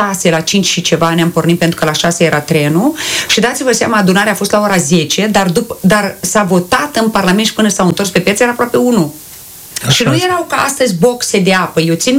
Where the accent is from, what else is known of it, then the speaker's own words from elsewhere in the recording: Ungheni, Ungheni District, Moldova; eu sunt ungheneancă și am venit cu familia ramă de la Cornești